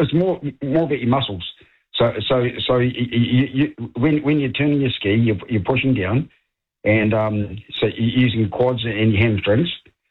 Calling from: Hamilton, Waikato, New Zealand; I'm from Hamilton.

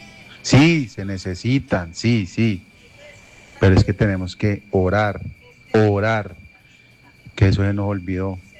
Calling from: San Luis, Colombia; yo soy del municipio de San Luis.

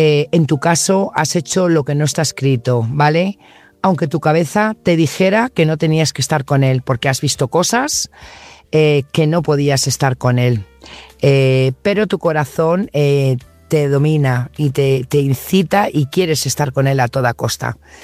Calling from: Burgos, Castile and León, Spain; Buenas noches … corresponsal de Burgos

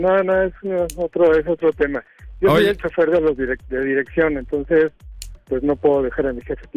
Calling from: Mexico City, Mexico; Yo vivo en San Ángel y ajá, trabajo en Santa Fe

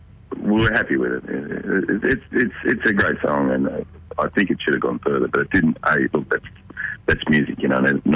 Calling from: New South Wales, Australia; Central Coast, mate. I'm sitting in my back deck.

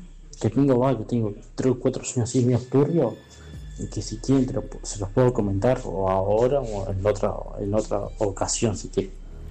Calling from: Argentina; soy de Argentina.

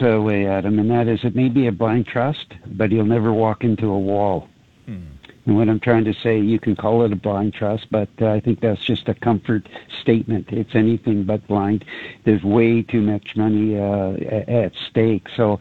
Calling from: Canada

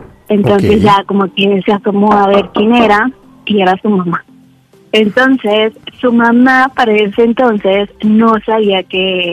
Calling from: Mexico City, Mexico; Tengo 27 años, de la Ciudad de México.

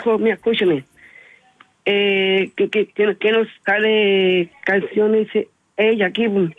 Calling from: Santiago, Santiago Metropolitan Region, Chile

